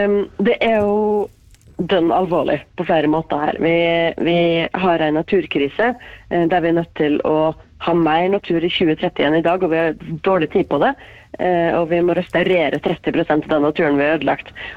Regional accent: Molde, Møre og Romsdal, Norway; Jeg har vokst opp på Kringsjå i Molde, og der kan man ta på ski og gå rett ut i marka, liksom fra egen garasje.

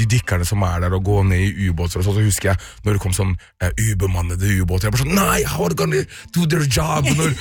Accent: Sarpsborg, Østfold, Norway; Jeg har faktisk aldri bodd i Trondheim, så jeg har ikke sett så mange ubåter. Jeg er fra Sarpsborg

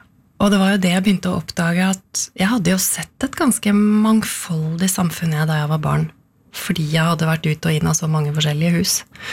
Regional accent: Koppang, Innlandet, Norway; Ja, jeg har vokst opp på Koppang i Stor-Elvdal kommune. Og det ligger midt mellom, hva skal jeg si da? Midt mellom Elverum og Tynset, i Midt-Østerdalen.

